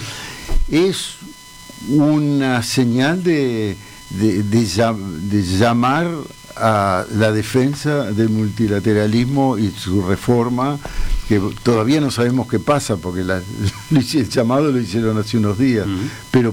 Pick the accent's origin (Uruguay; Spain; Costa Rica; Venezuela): Uruguay